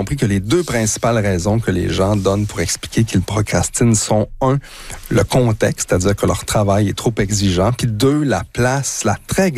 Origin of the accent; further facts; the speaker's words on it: Drummondville, Quebec, Canada; accent: Drummond; mon accent de Drummond en anglais.